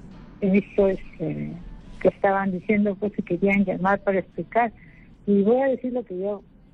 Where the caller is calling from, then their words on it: Magdalena del Mar, Lima, Peru; De Magdalena.